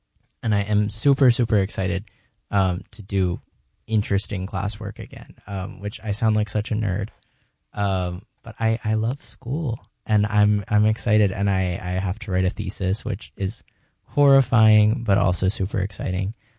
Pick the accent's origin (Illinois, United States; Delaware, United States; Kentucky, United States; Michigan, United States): Delaware, United States; moved away; I come from Delaware, where the majority of people that move into Delaware are coming for the Air Force.